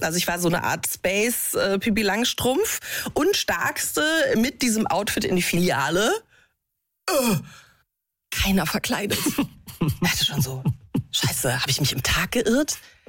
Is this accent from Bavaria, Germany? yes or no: yes; Munich, Bavaria, Germany